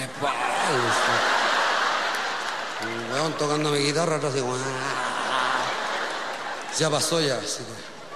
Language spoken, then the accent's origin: Spanish; Chile; Así somos los chilenos